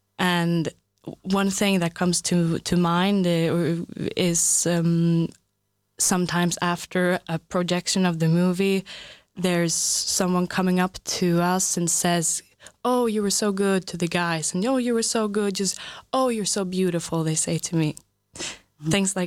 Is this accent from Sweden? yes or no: yes; Stockholm, Stockholm County, Sweden; English is a second language; compared to Stockholm, which is my hometown or home city, it's a bit impersonal, I would say, Stockholm, compared to Trieste